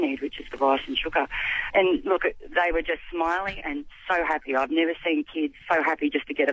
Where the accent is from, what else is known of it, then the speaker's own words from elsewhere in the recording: Melbourne, Victoria, Australia; I'm from Melbourne, very big AFL supporter